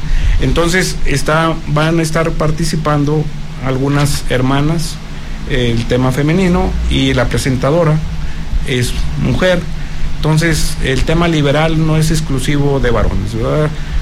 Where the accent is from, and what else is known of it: Mexico